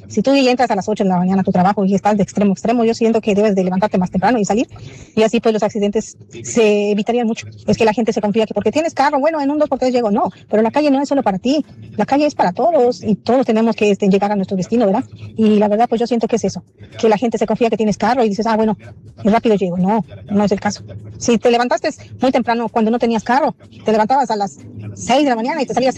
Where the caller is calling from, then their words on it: Mérida, Yucatán, Mexico; ya somos muchos en Mérida